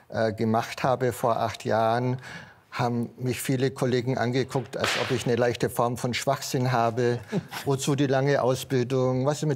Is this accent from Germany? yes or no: yes; Southern Germany, Germany; Also ich komme aus einfachem Hause. Wir sind maximal mal ins Allgäu gefahren. Ich stamme aus Süddeutschland und wir waren nie am Meer.